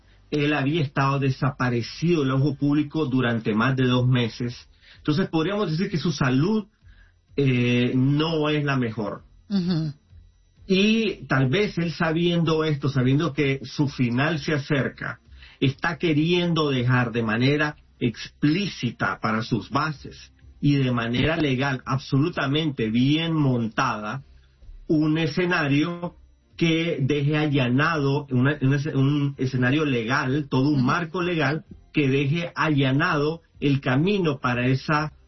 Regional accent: Nicaragua; como un nicaragüense que ha estado en las calles

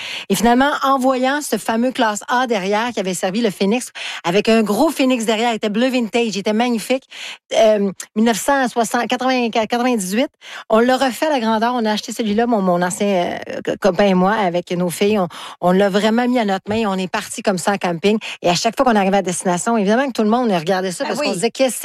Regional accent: Alma, Quebec, Canada; moved away; Moi, je viens du Lac, ma famille vient du Lac-Saint-Jean, d'Alma.

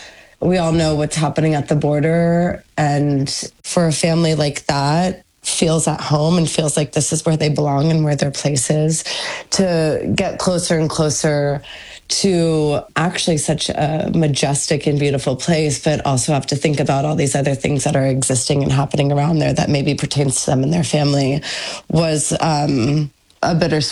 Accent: San Antonio, Texas, United States; I'm from Texas, I'm from San Antonio

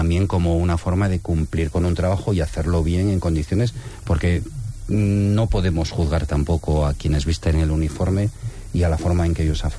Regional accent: Gijón, Asturias, Spain; also born or lived in Brussels, Belgium; Sí, yo me defino como asturiano de Gijón, ¿vale? Si tengo que recurrir a mi procedencia, pero yo realmente nací en Bruselas.

